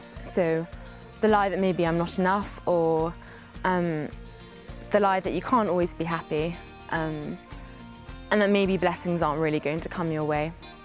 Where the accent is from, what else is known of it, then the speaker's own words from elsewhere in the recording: Yorkshire and the Humber, United Kingdom; and I'm 19 years old. I'm from North Yorkshire in England, and this is my third time in Medjugorje.